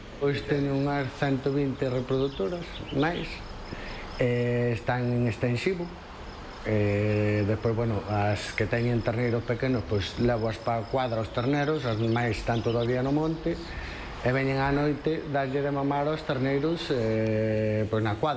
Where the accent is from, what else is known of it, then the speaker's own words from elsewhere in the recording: Galicia, Spain; que donde son eu, do Xurés, que é diferente á zona de pasto